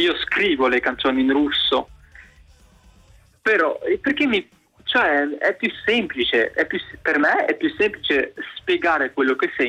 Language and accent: Italian; Belluno, Veneto, Italy; io non so l'italiano completamente bene, proprio no, perché io sono nato in Italia, ho vissuto quasi tutta la mia vita in Italia, però tutta la mia vita ho parlato in Ucraina. Io parlo in ucraino e con gli altri parlo in russo.